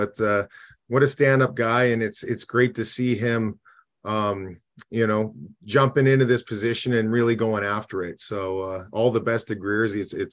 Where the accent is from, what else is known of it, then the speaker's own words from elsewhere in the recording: Eyebrow, Saskatchewan, Canada; moved away; also born or lived in Edmonton, Alberta; I was born in Edmonton. Yeah. I moved to Eyebrow, Saskatchewan when I was about 2 or 3 years old. And that's where it all started. Not a lot in Eyebrow. There's maybe 120 people in the town. But we lived on a farm about 15 miles outside of Eyebrow. So we were really out there. We weren't even in Eyebrow.